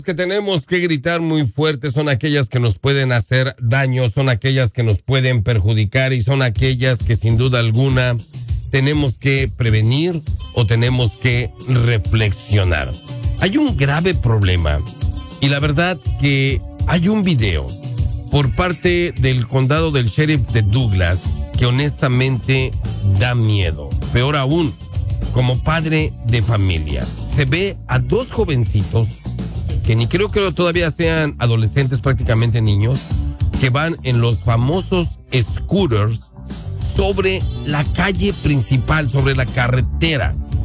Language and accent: Spanish; Puebla, Mexico; moved away; de Puebla para el mundo.